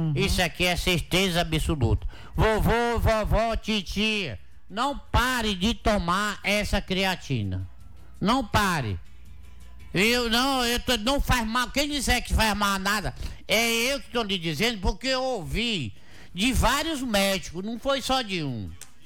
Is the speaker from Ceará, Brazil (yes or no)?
yes; Ipu, Ceará, Brazil; born there; Só eu que nasci na maternidade, de 7 meses. Nasci numa cidadezinha de Ipu, no Ceará, Ipu.